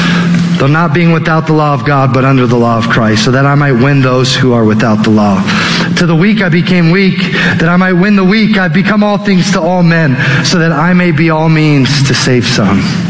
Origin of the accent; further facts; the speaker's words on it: Aurora, Colorado, United States; also born or lived in Boston; I grew up in Aurora. I'm a native to Colorado.